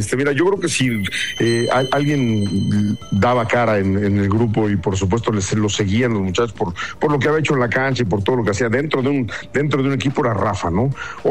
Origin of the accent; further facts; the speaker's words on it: Mexico; el grupo de técnicos que dirigimos al fútbol mexicano, como mexicanos.